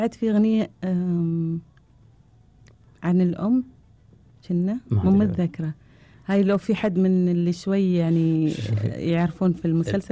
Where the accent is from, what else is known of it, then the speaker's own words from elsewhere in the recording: Qatar; بس كان وايد مشهور عندنا في قطر